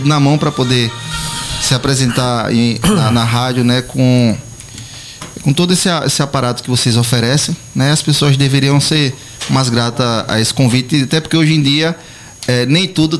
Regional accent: Brazil; Sou de lá, do Bar Vermelho.

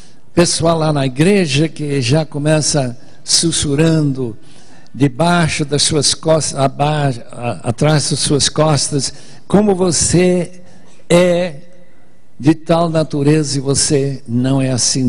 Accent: Bolivia; moved away; A gente foi criado na Bolívia, como todos aqui sabem, e uma das coisas mais comuns é ver duplas de bois, que não havia tratores em todo esse vale onde nós morávamos.

